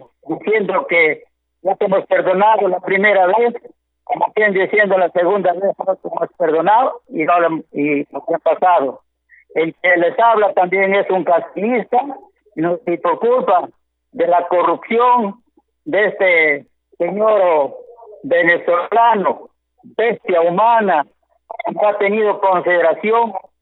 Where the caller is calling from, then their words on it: Chimbote, Ancash, Peru; Yo llamo desde Chimbote y ese es el clamor también de muchos chimbotanos